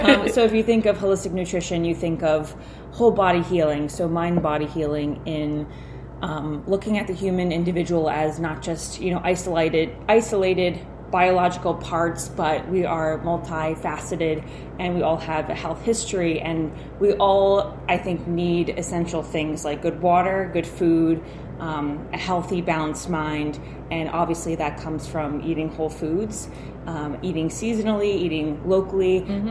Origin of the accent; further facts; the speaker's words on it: Saugerties, New York, United States; also born or lived in Pittsburgh, United States / United Kingdom / Oregon, United States; But oddly enough, I am from Saugerties.